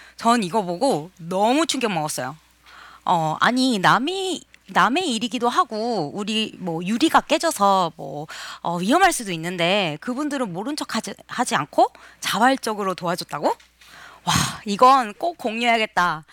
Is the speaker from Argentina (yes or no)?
yes; Argentina; moved away as an adult; 전 이 먼 나라 아르헨티나에서 35년 동안 계속 쭉 살았고